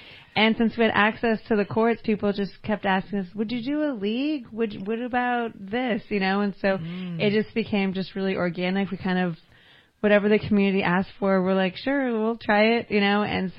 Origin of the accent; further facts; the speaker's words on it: Reading, Pennsylvania, United States; also born or lived in San Francisco; I'm originally from Reading, moved here in 2021